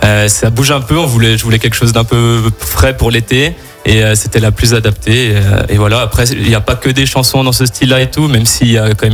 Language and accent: French; Saint-Étienne, Auvergne-Rhône-Alpes, France; C'est ça, je viens de Saint-Étienne, je suis né à Saint-Étienne, mes grands-parents ont grandi ici aussi.